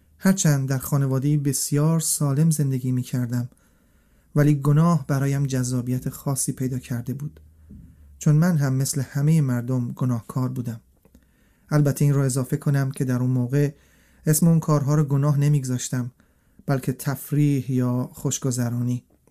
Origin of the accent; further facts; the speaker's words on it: Iran; born there; من در یک خانواده نسبتاً مذهبی در ایران متولد شدم.